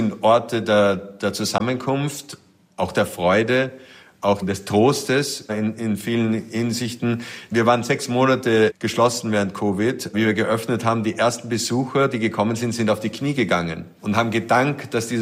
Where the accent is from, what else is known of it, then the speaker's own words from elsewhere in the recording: Vienna, Austria; now in New York, United States; ich bin in Wien aufgewachsen.